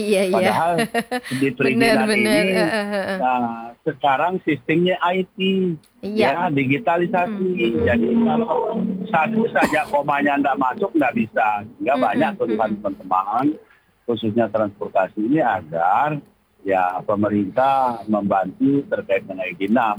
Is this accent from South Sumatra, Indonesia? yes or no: yes; Palembang, South Sumatra, Indonesia; Jadi itu tantangan kami orang Palembang itu kepada pemerintah khususnya sekuler kami.